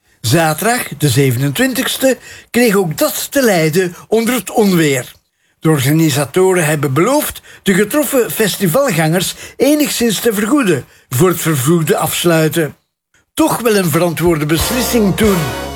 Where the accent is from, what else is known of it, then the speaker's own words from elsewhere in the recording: Perk, Flanders, Belgium; born there; In mijn geboortedorp, Perk bij Vilvoorde, deelgemeente van Stenokkerzeel